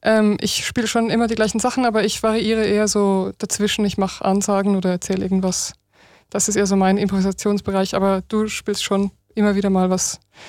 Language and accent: German; Germany; moved away; also born or lived in Vienna; Ich bin an der Grenze zu Österreich aufgewachsen.